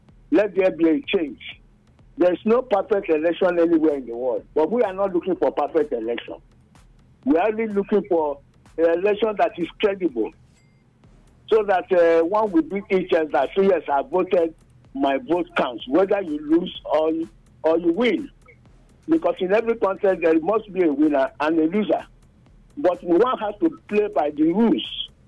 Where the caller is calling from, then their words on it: Nigeria; I'm calling from Obeson Community.